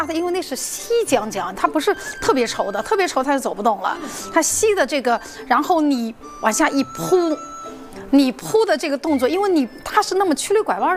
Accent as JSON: {"language": "Chinese", "region": "Zhejiang", "country": "China", "tie": "born or raised there", "said": "就是江南水乡的嘛，就是我是浙江的，所以小时候在田边嘛，"}